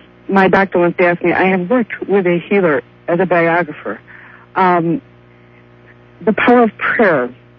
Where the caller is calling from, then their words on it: Cleveland, Ohio, United States; I'm in the Cleveland, Ohio area.